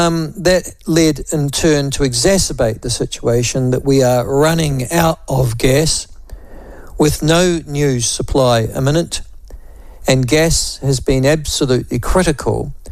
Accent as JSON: {"language": "English", "town": "Whanganui", "region": "Manawatū-Whanganui", "country": "New Zealand", "tie": "born or raised there", "said": "when I was a young boy growing up in Whanganui"}